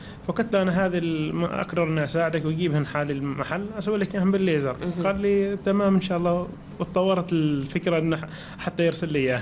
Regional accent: Oman; احنا كعمانيين

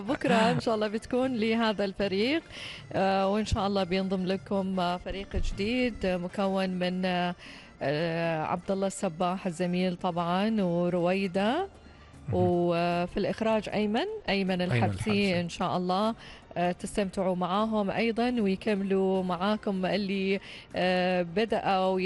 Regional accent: Oman; بلادنا عمان من شمالها لجنوبها

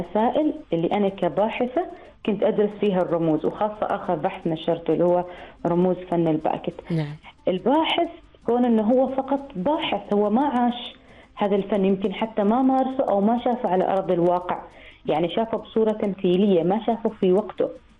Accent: Oman; نحن عندنا في عمان، بما أنه عندنا تباين ثقافي كبير وعندنا تاريخ ما شاء الله يعني واسع ممتد

